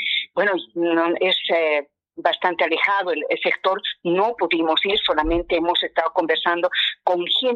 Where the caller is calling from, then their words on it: Mizque, Cochabamba, Bolivia; acá en Misque